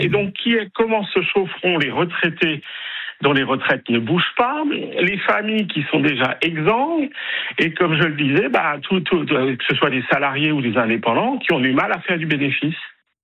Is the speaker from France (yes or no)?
yes; Grand Est, France; Je suis alsacien, j'ai toujours pas digéré la fermeture de la centrale de Fessenheim.